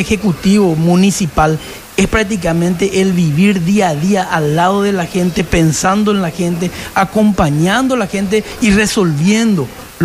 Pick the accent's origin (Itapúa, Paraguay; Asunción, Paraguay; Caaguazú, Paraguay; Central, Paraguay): Itapúa, Paraguay; Encarnación; Yo soy genuino de esta ciudad porque mis orígenes, mis raíces. Soy prácticamente un hijo mimado de esta ciudad. He vivido, he crecido en todo momento acá